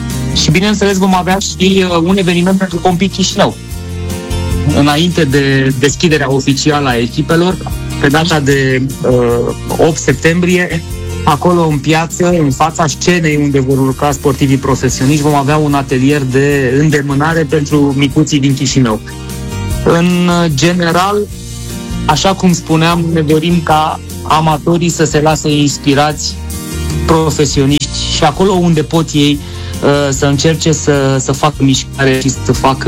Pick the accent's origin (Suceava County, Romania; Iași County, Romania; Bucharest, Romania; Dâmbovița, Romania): Dâmbovița, Romania; Pucioasa; din Pucioasa, județul Dâmbovița, chiar de la mine de acasă, orașul meu natal